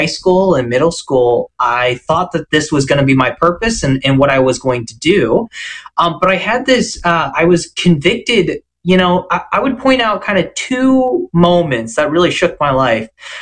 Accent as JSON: {"language": "English", "country": "United States", "said": "as American Catholics"}